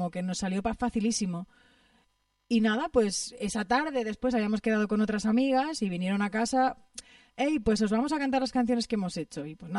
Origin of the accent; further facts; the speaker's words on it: Extremadura, Spain; en mi zona de Extremadura, o sea, en mi pueblo